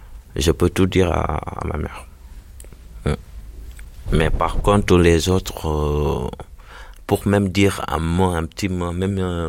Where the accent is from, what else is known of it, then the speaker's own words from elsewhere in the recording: Dakar, Senegal; now in Drancy, France; je suis du Sénégal, précisément à Dakar, capitale. Du coup, je suis en France depuis 2021. J'habite à Drancy.